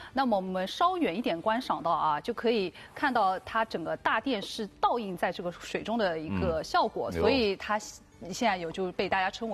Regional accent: Malaysia; 是我们马来西亚这边的旱季

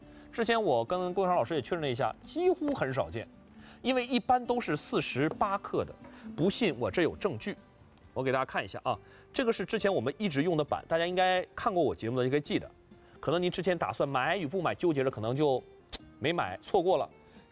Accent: Heilongjiang, China; 作为我一个北方人，从小在北方长大，黑龙江长大的孩子来说

